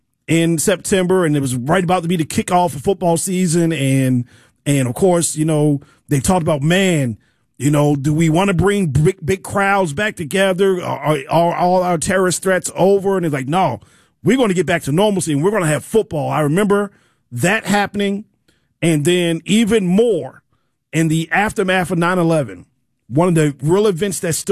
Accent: Maryland, United States; moved away; I grew up in Maryland, but my dad grew up in New York before he moved to Maryland.

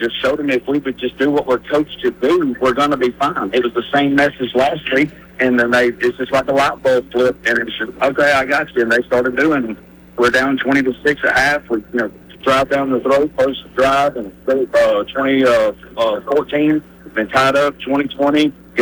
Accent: Speed, United States; I'm from Speed, you know, from Lawrence County area, so I got a lot of friends.

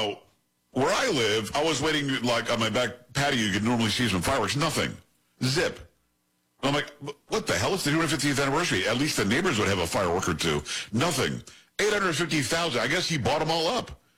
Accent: Florida, United States; also born or lived in Texas; I lived in Texas a long time and I grew up in Florida, so y'all makes sense to me.

